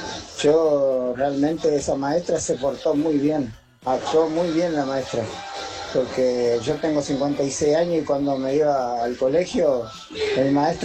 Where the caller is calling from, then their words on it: Ituzaingó, Buenos Aires Province, Argentina; de Ituzaingó, panadero.